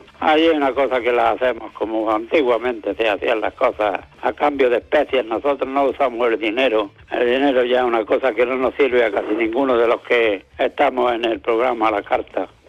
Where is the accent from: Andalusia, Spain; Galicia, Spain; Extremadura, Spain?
Andalusia, Spain; Almuñécar